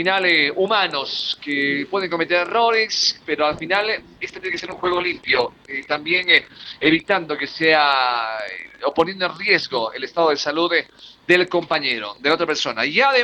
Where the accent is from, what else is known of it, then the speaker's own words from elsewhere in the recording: Bolivia; born there; Qué orgullo ser boliviano, qué orgullo ser de la roja, amarillo y verde, qué orgullo haber nacido en esta tierra.